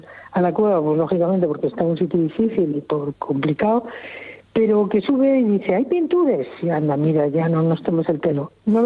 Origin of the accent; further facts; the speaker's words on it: Infiesto, Asturias, Spain; Eran casi todo el grupo era de Oviedo, menos los dos, los sellanos, y yo que soy, de Infiesto.